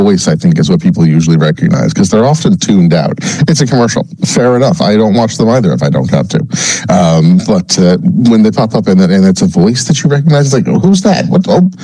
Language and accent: English; Newfoundland and Labrador, Canada; I'm not usually someone who has much of an accent. I grew up in Cowan Heights. My mother was a teacher. I was taught to speak very properly.